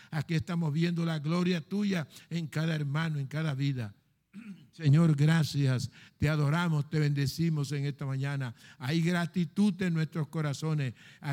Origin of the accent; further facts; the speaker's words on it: Colombia; Padre, oramos por nuestro país Colombia